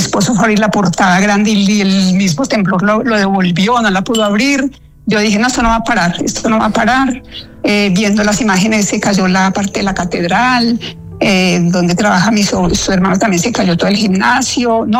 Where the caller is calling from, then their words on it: Manizales, Caldas, Colombia; yo estoy aquí en Manizales, en la finca